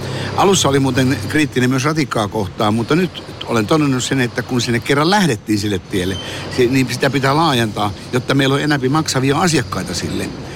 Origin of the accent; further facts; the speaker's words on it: North Ostrobothnia, Finland; Tosiaan Leskinen tuli Savosta, mä tulin Pohjois-Pohjanmaalta, nyt tuli Salosta.